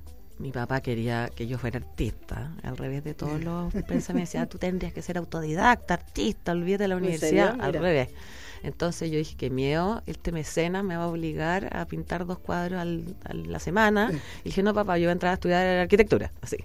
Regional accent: Melipilla, Santiago Metropolitan, Chile; Yo soy de Melipilla, del campo.

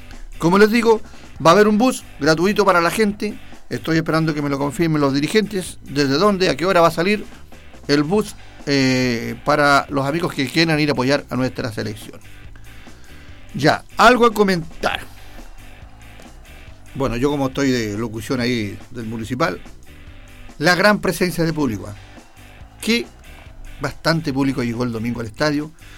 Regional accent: Linares, Maule, Chile; born there; now in Chanco, Chile; Anduve unos días por allá por mi tierra, Linares

